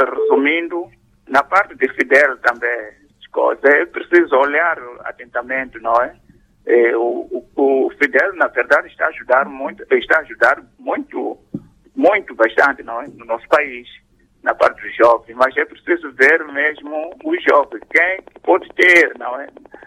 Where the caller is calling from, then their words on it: Vilankulo, Inhambane, Mozambique; Sim, falo de Vilanculo mesmo, Alto Macassa.